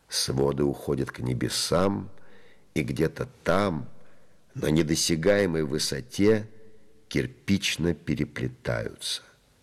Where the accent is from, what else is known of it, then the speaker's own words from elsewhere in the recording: Kyiv, Ukraine; И мы, два бывших киевлянина, на скамейке с пюпитром. Он приехал из Иерусалима, я из Киева, а он до этого тоже из Киева.